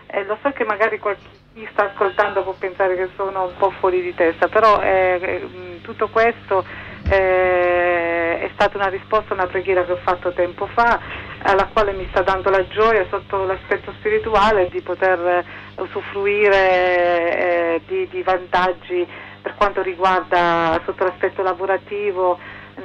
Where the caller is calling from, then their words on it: Brescia, Lombardy, Italy; da Brescia.